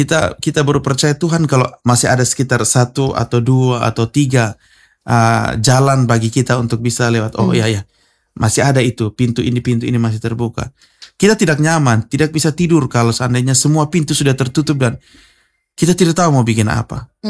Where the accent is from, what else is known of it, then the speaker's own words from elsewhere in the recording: Kupang, East Nusa Tenggara, Indonesia; Kalau kita orang Kupang kan bilang, sudah le, lu mengajar saya di situ teh